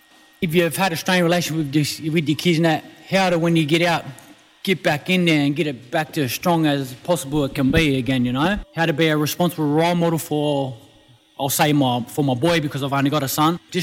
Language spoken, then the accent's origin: English; Mount Druitt, New South Wales, Australia; My dad's Koori and my mum's white. I grew up in Mount Druitt all my life.